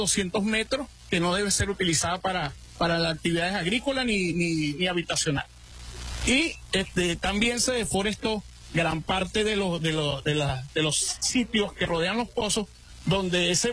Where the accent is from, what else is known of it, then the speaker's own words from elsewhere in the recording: Lara, Venezuela; Yo soy de Las Tunas